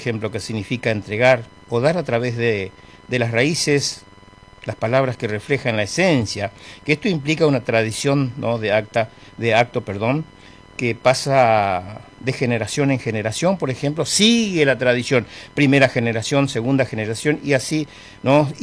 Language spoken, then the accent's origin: Spanish; Presidencia de la Plaza, Chaco, Argentina; Ayer fue el cumpleaños de mi pueblo, Presidencia de la Plaza